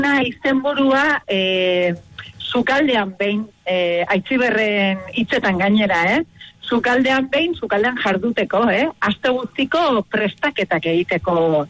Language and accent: Basque; Itsasondo, Basque Country, Spain; Ni itxasondokoa.